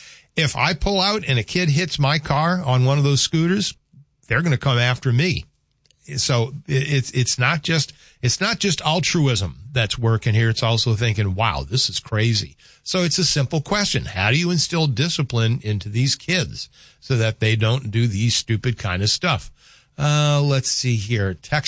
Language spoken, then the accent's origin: English; Virginia, United States; When I grew up in Virginia in the 70s, corporal punishment was allowed and it worked.